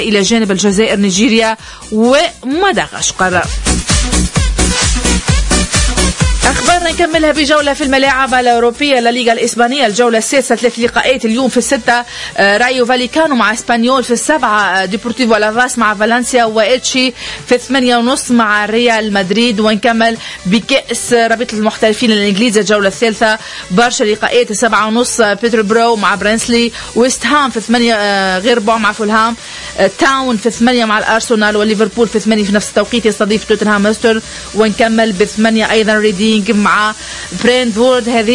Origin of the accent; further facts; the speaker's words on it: Tunisia; بلادنا تونس